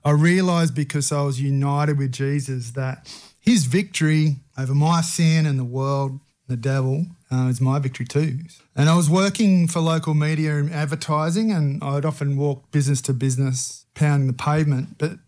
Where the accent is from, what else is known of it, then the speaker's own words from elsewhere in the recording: Cowra, New South Wales, Australia; I grew up in Cowra, up the road, a couple of hours.